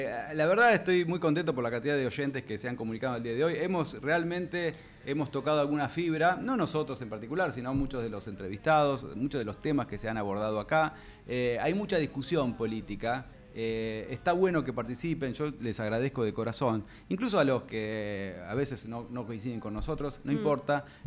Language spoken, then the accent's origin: Spanish; Argentina; lo que nos está sucediendo como argentinos y como argentinas